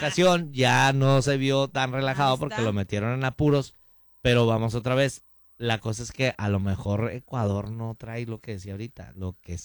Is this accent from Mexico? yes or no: yes; Mexico; now in United States; Y los mexicanos que llegamos aquí a Estados Unidos